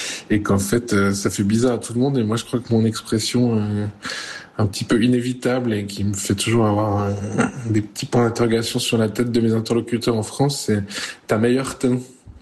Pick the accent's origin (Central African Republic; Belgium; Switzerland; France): Switzerland; Vaud; pays de Vaud. Ma relation à mon accent est bonne. On s'entend assez bien, lui et moi.